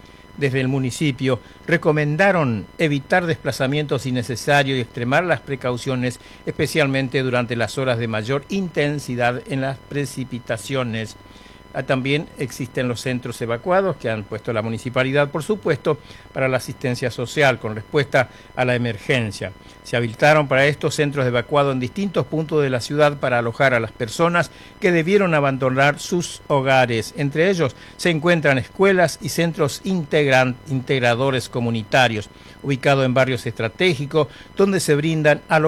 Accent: Chaco, Argentina; yo soy del Chaco

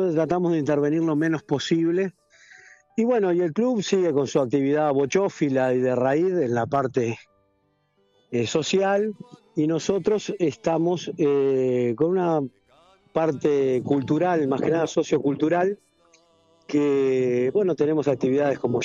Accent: La Pedrera, Rocha, Uruguay; yo no soy de Costa Azul, soy más del lado de La Pedrera, de Punta Rubia

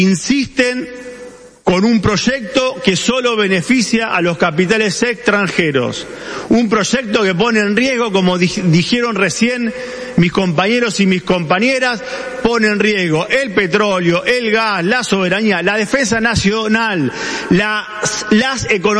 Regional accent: Argentina; somos argentinos y reivindicamos la lucha de nuestros próceres que dieron su vida por nuestro país

